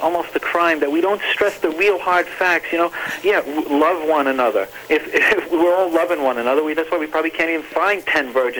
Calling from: Rockaway, New Jersey, United States

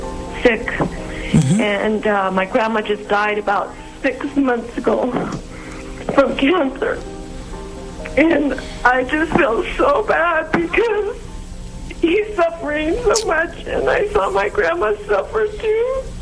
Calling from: Albuquerque, New Mexico, United States; I'm from Albuquerque, New Mexico.

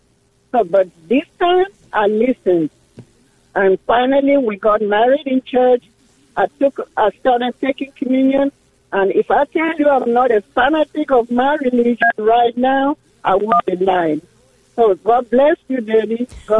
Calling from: Houston, Texas, United States; I'm calling from Houston, Texas on 1430 a.m.

